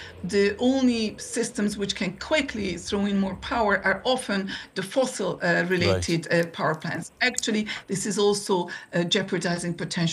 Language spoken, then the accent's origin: English; Hungary; I'm from Hungary